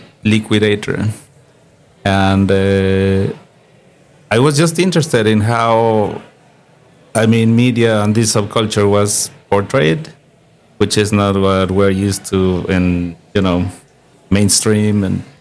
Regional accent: Mexico City, Mexico; I'm from Mexico City

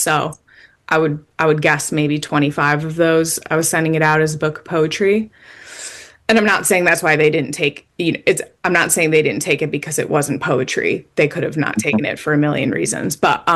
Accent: Illinois, United States; born or raised there

